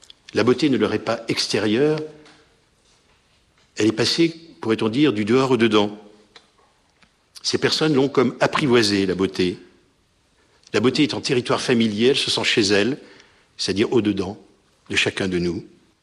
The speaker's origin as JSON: {"language": "French", "town": "Annecy", "region": "Auvergne-Rhône-Alpes", "country": "France", "said": "moi je viens d'Annecy."}